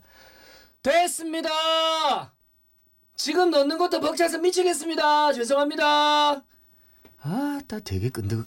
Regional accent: South Gyeongsang, South Korea; 제가 고향이, 네. 네, 오리지널 경남 네이티브고요.

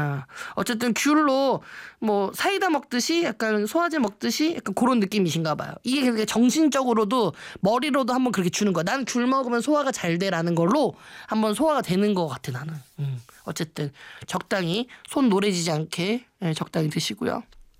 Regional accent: Seoul, South Korea; 제 고향이 면목동이란 말이에요. 제가 송곡여고가 중랑구에 있습니다.

